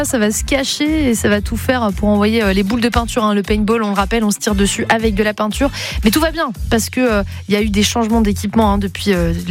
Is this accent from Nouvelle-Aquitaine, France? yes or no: no; Brittany, France; Ah, je suis bien d'accord. J'en viens.